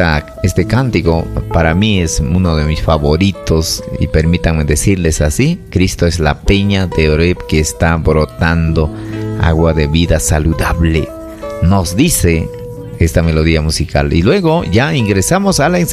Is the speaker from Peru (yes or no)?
yes; Huamanga, Ayacucho, Peru; mi tierra, digo, Huamanga, ¿no?